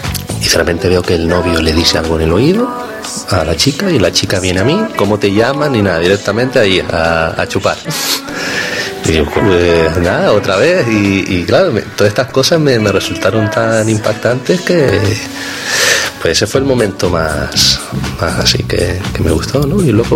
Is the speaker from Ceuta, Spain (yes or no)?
no; Canary Islands, Spain; now in Barcelona, Spain; yo vengo de las Islas Canarias